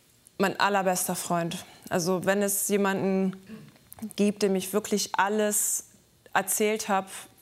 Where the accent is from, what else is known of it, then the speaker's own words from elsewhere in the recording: Iran; German is a second language; now in Germany; Also wir kommen aus dem Iran, Jiva ist kurdischer Abstammung, ich bin persischer Abstammung.